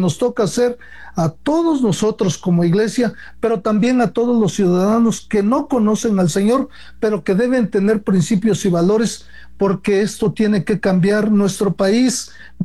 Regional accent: Mexico

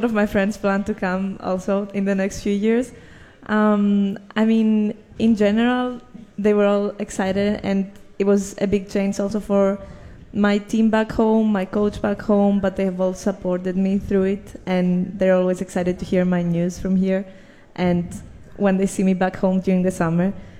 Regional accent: Greece; moved away as an adult; now in New Orleans, United States; I'm from Greece

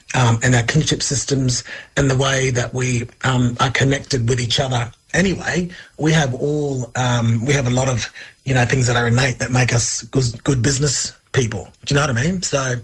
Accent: Darwin, Northern Territory, Australia; growing up in Darwin, there's lots of I saw, you know, different Aboriginal people in business, so it wasn't something that was foreign.

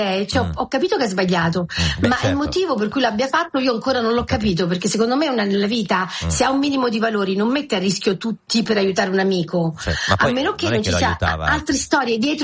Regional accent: Naples, Campania, Italy; visto che io sono napoletana e conosco bene il pesce

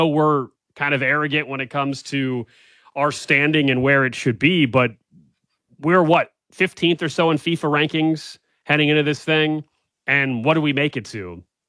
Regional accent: United States

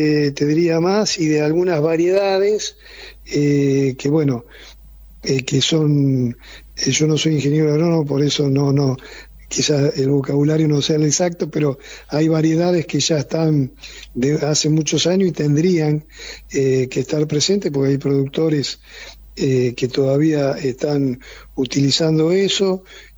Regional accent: Argentina

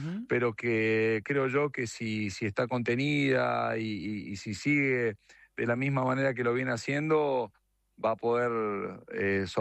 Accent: Argentina; nosotros como argentinos lo cuestionamos mucho.

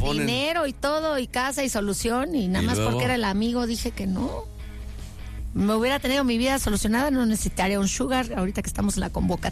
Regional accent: Acapulco, Guerrero, Mexico; Así soy, es que soy de Guerrero, soy acapulqueña

